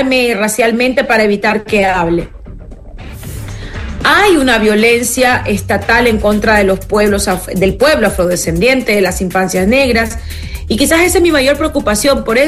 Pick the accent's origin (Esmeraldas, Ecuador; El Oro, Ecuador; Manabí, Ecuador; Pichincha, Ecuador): Esmeraldas, Ecuador; Soy la única mujer negra en la Asamblea. Estamos Roberto Cuero, que es de Guayas, y yo que soy de Esmeraldas.